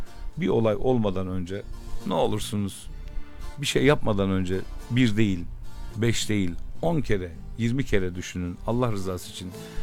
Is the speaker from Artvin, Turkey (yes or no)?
no; Ankara, Turkey; Kaldığım dönemde 8 yıl İstanbul'da kaldım. Bize uymaz abi. Biz Ankara'da yetişmişiz burada. Benim muhitimde, benim yaşadığım yerde başkaydı her şey.